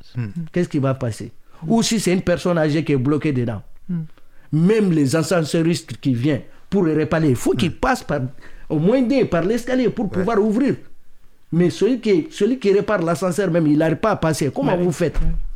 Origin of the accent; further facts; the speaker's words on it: Mali; now in France; moi, je suis malien.